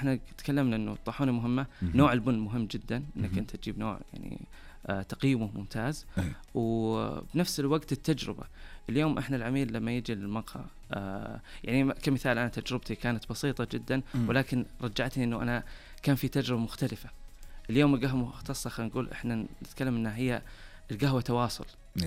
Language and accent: Arabic; Saudi Arabia; براندات موجودة عندنا في السعودية